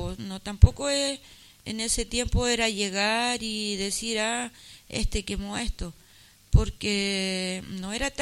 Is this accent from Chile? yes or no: yes; Penco, Biobío, Chile; yo nací acá. Yo nací aquí en Penco, crecí.